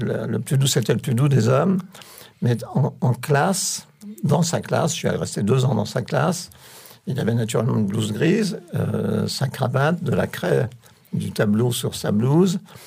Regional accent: Grand Est, France; moved away; moi, je vis en Champagne.

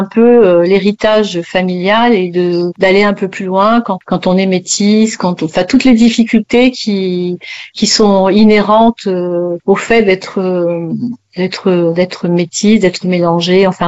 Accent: French Guiana; chez moi en Guyane

